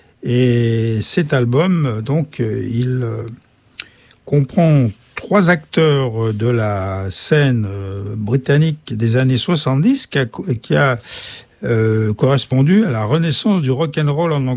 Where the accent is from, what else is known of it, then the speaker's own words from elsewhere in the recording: France; chez nous en France